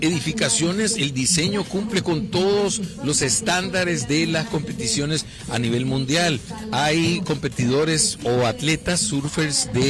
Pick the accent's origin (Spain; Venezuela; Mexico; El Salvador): El Salvador; nosotros nos vamos como salvadoreños acostumbrando cada vez más